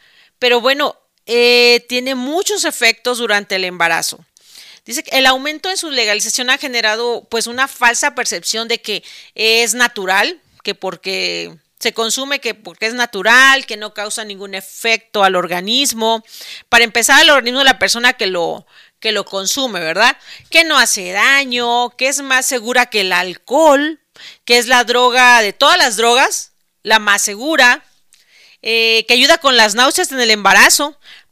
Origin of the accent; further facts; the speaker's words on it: Mexico; now in United States; médico mexicana y asesora de bienestar por parte de la compañía Tonic Life en Estados Unidos.